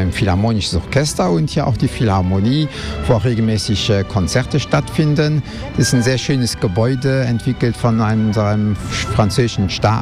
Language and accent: German; Luxembourg; Also als Luxemburger ist man regelmäßig im europäischen Ausland, sei das jetzt in Deutschland, Frankreich oder Belgien.